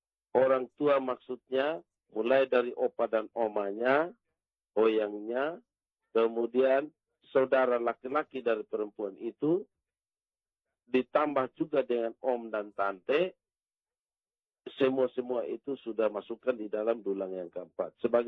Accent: East Nusa Tenggara, Indonesia; kami orang Timur Amarasi itu memiliki marga.

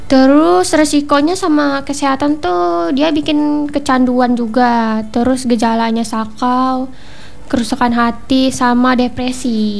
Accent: Central Kalimantan, Indonesia; Aku dari Kahayan Tengah.

